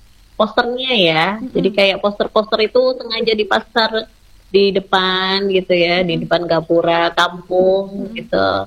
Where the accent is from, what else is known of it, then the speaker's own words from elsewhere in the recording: Lamongan, East Java, Indonesia; Aku dari daerah Lamongan sebelah selatan, Kak.